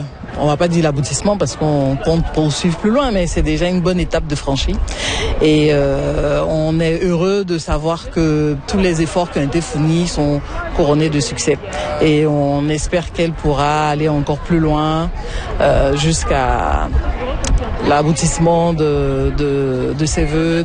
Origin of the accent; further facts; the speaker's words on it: Abidjan, Côte d’Ivoire; Je suis venue de Côte d'Ivoire, d'Abidjan plus précisément, pour soutenir ma fille